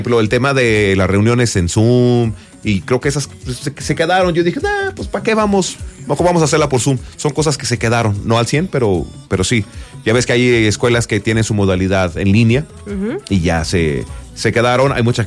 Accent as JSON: {"language": "Spanish", "country": "Mexico", "said": "se compuso la situación y como todo mexicano salimos adelante"}